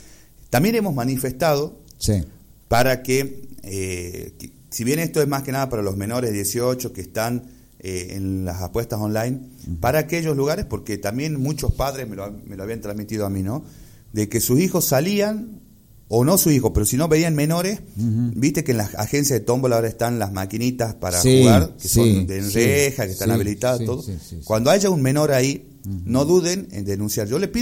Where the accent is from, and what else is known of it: Argentina